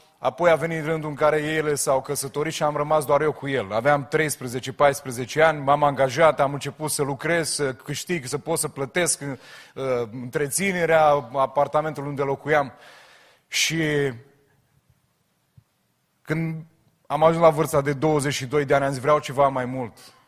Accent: Constanța, Constanța County, Romania; moved away as an adult; now in Onești, Romania; Eu m-am născut la Constanța, deși actualmente locuiesc la Onești.

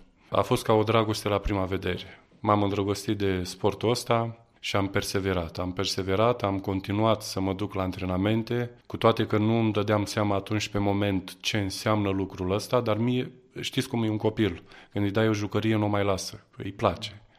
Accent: Galați, Galați County, Romania; sunt din Galați, sunt născut în Galați. Am crescut într-o familie, să spunem între ghilimele, ortodoxă, dar nepracticanți.

